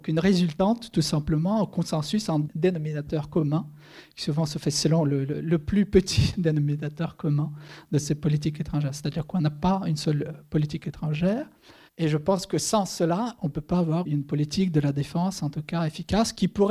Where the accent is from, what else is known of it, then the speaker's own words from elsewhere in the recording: France; en tant qu'Européen, en tant que Français